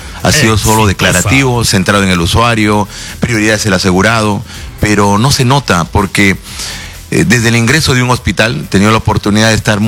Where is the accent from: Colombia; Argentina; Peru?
Peru; asumir un reto muy importante como peruano, sin ningún partido político